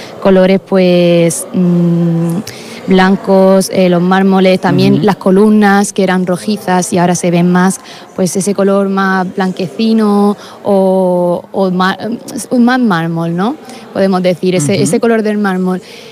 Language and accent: Spanish; Cieza, Region of Murcia, Spain; Yo por lo menos, que soy de Cieza, lo sabéis, ayer hizo mucho uh-huh. calor en Cieza